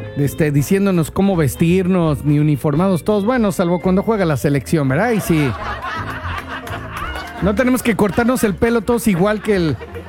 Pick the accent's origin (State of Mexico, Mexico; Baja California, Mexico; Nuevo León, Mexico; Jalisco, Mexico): State of Mexico, Mexico; Cuautitlán Izcalli; now in Mérida, Mexico; Yo soy de un pueblito, bueno, no un pueblito, de un municipio que se llama Cuautitlán Izcalli, que está muy cerca de otro municipio que se llama Tultepec, donde se fabrican fuegos artificiales, todos artesanales.